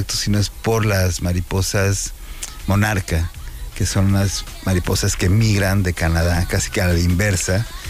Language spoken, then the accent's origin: Spanish; Mexico; Como mexicano, yo al menos vivo como en un lugar que no acabo nunca de comprender